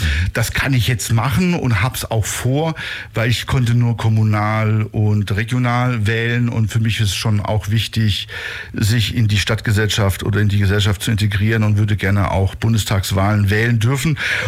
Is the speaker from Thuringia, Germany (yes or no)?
no; Holzgerlingen, Baden-Württemberg, Germany; first language Italian; German is a second language; moved away as an adult; also born or lived in Gießen / Oberhausen / Ulm / Esslingen; now in Stuttgart, Germany; lebe in Stuttgart und bin gebürtig aus Holzgerlingen, Kreis Böblingen, und bezeichne mich, was auch relevant ist für Italo Disco, als einen typischen Italo-Schwaben.